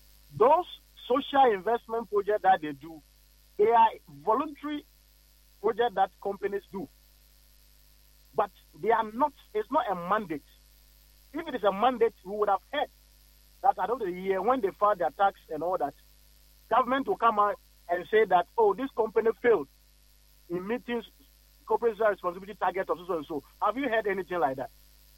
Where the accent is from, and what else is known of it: Ghana